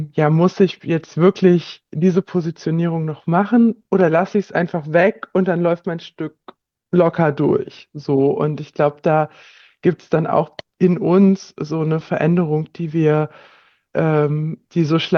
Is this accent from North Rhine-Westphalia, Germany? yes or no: no; Greifswald, Mecklenburg-Vorpommern, Germany; Also ich hatte ja gesagt, ich komme aus Greifswald und bin hier auch in einem soziokulturellen Zentrum aktiv